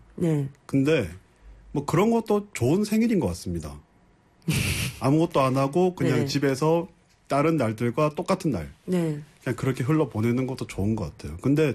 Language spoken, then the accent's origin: Korean; Gyeongsang, South Korea; 또 이 에디님이 또 저랑 같은 경상도 출신이잖아요.